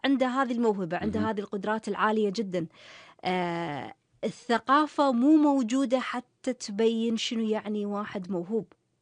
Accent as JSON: {"language": "Arabic", "country": "Kuwait", "said": "طبعا هذه ما تصير عندنا بالكويت"}